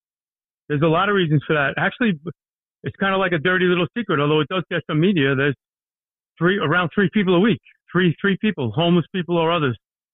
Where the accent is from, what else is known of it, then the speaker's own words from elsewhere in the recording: Brooklyn, New York, United States; I went to 12 years of Catholic school in Brooklyn. So I graduated Nazareth High School in East Flatbush in Brooklyn. I'm from a place called Garrison Beach, a largely worki